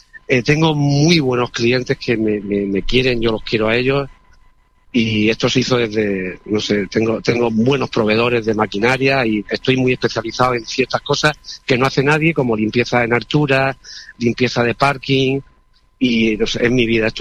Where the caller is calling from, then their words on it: Cieza, Region of Murcia, Spain; Yo soy de Cieza.